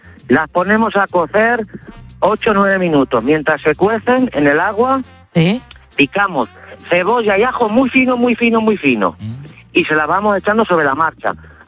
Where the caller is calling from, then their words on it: La Solana, Castilla-La Mancha, Spain; Yo soy de La Solana, Ciudad Real.